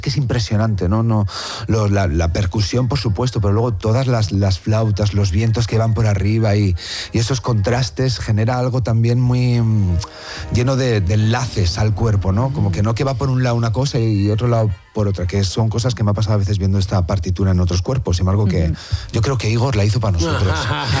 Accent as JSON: {"language": "Spanish", "town": "Valladolid", "region": "Castile and León", "country": "Spain", "said": "porque, bueno, yo soy de Valladolid, tengo el Museo Nacional de Escultura en mi ciudad, y es algo que está conmigo"}